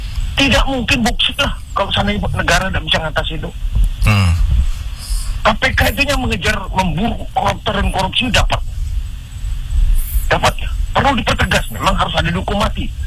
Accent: Samarinda, East Kalimantan, Indonesia; Saya di Kalimantan Timur, Pak, minta maaf ya, saya di Samarinda, saya anak Samarinda.

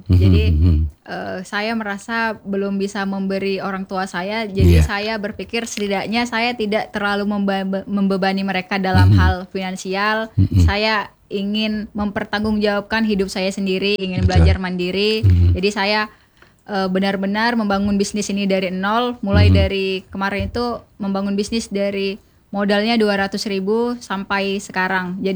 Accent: Aek Kanopan, North Sumatra, Indonesia; moved away; asal saya dari Aek Kanopan, Sumatera Utara.

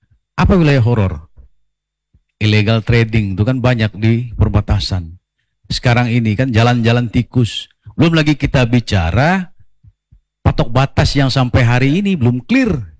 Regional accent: West Kalimantan, Indonesia; asli saya ini orang Sajingan.

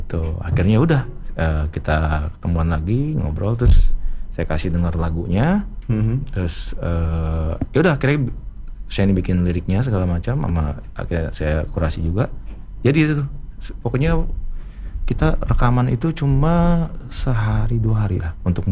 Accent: Jakarta, Indonesia; born there; Asli kok lahir Jakarta.

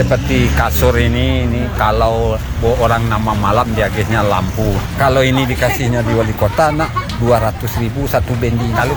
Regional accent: Bujangalana, Indonesia; umur 62 tahun. Saya dari Bujangalana, lebih kurang 30 tahun.

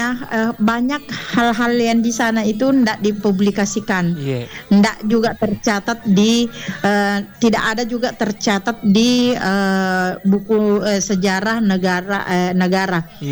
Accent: Sidenreng Rappang, South Sulawesi, Indonesia; di kampung saya di Sidrap

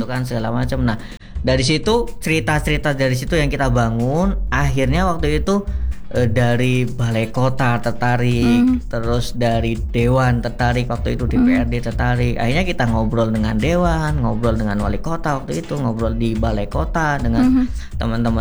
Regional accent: Java, Indonesia; now in Lampung, Indonesia; Karena jujur saya dari Lampung tapi bukan asli Lampung. Mm-hmm. Gitu. Saya dari Jawa.

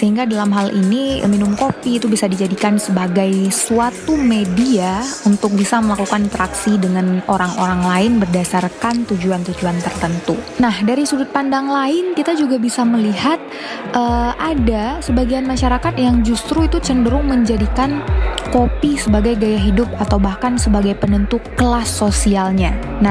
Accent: Aceh, Indonesia; Dari perspektif sosiologi itu justru perilaku minum kopi di masyarakat kita Aceh sebenarnya bisa dijelaskan banyak dari beragam sudut pandang.

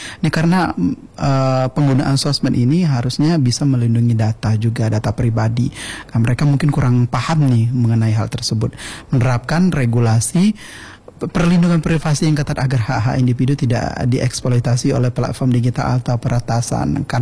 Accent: Jambi, Indonesia; desa saya, cepatnya Desa Batu Sawar.

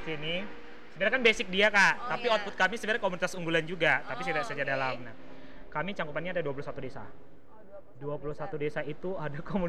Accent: Riau, Indonesia; born there; moved away as an adult; now in Belu, Indonesia; ini Sumatera Barat, saya Riau.

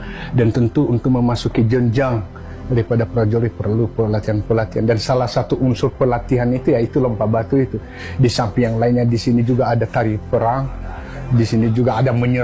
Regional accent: North Sumatra, Indonesia; Ketua Harian Lembaga Adat Desa Bawah Mataluo, dan kebetulan juga mantan Kepala Desa Bawah Mataluo.

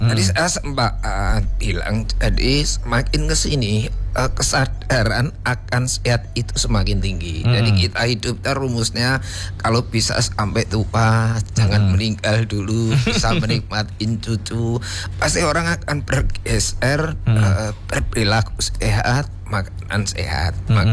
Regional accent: Java, Indonesia; Nah, kebetulan saya basic juga sekolah dulu di Jawa, lahir di Jawa, mungkin sudah kental sekali nuansa jamu.

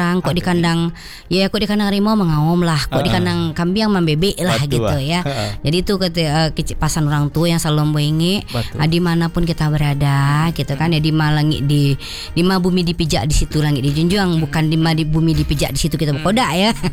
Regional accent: West Sumatra, Indonesia; Jadi kalau bisa ya, orang kita sebagai orang Minang itu tetap kita bapaci ya, dengan adat besan di syarat besan di kita pula dimanapun kita berada.

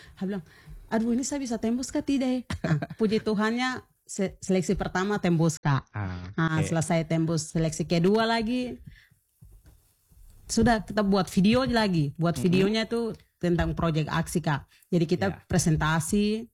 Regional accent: South Papua, Indonesia; kita orang Papua

